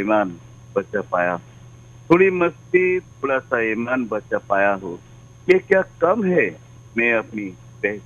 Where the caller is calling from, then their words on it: Ramkrishna Nagar, Assam, India; मेरा गांव का नाम है रामकृष्ण नगर, डिस्ट्रिक्ट श्री भूमि, असम प्रदेश से बात कर रहा हूँ।